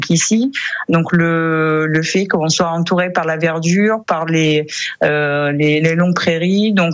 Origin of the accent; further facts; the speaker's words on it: Moldova; Donc, moi, je l'ai retrouvé donc, comme dans mon pays d'origine, la Moldavie.